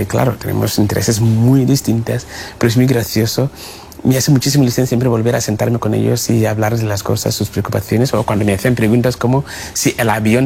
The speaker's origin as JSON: {"language": "Spanish", "country": "Peru", "said": "soy peruano. Mi padre es peruano, mi abuelo es peruano."}